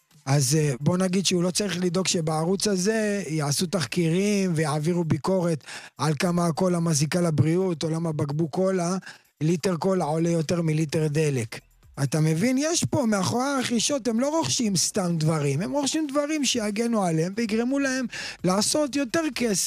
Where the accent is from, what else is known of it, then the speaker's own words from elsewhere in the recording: Beit Shemesh, Jerusalem District, Israel; אצלנו בבית שמש